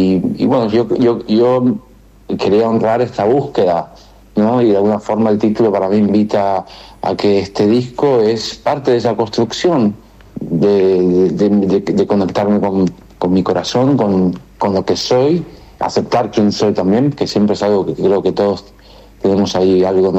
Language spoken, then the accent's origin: Spanish; Rome, Lazio, Italy; También crecí en Roma, o sea que en diferentes idiomas ha sido.